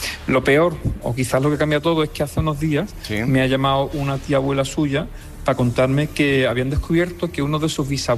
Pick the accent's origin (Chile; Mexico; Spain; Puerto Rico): Spain; Lepe, Andalusia; Y fíjate, yo soy de Lepe, de Huelva, así que imagínate la papeleta.